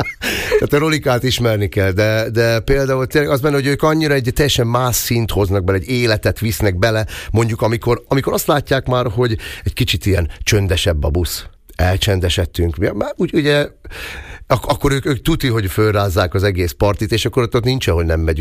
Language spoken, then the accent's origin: Hungarian; Eger, Heves, Hungary; born or raised there